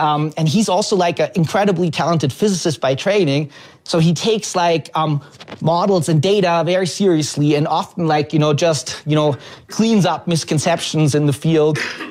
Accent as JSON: {"language": "English", "country": "Germany", "moved": "as an adult", "lives_now": "United States", "said": "I'm from Germany"}